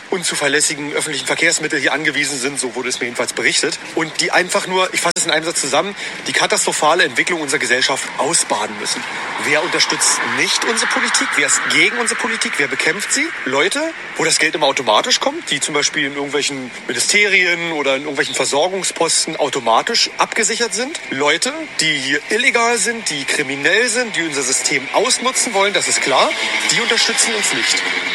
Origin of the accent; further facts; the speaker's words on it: Berlin, Germany; seine eigene Heimat, seine eigene Stadt nicht mehr wieder. Und das sage nicht nur ich, das sagen sehr viele alteingesessene Berliner.